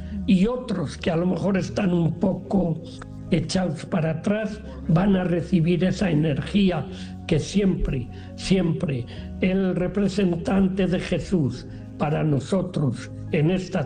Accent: Valladolid, Castile and León, Spain; Soy de Valladolid, es en la parte centro-norte de España

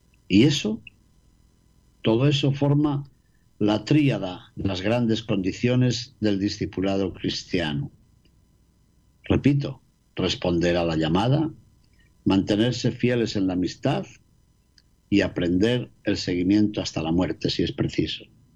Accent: Castile and León, Spain; las tierras de mi tierra de León

